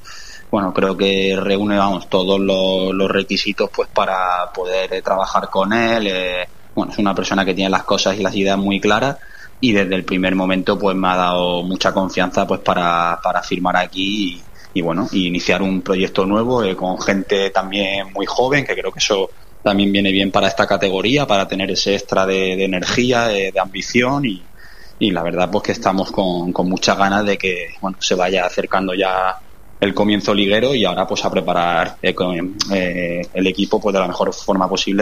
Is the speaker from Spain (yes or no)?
yes; Almuñécar, Andalusia, Spain; se celebra el Campeonato de Andalucía de Selecciones Provinciales justo en mi pueblo, en Almuñécar